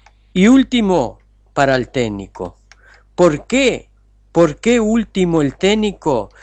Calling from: Uruguay; Los uruguayos estábamos ilusionados con la selección

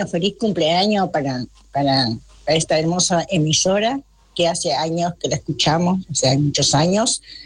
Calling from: Sarandí del Yí, Durazno, Uruguay

